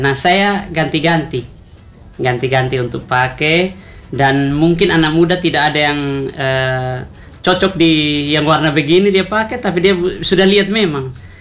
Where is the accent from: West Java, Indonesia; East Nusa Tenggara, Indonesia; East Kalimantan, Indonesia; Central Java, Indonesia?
East Nusa Tenggara, Indonesia; Karena beta rasa ini orang harus tahu beta dari NTT.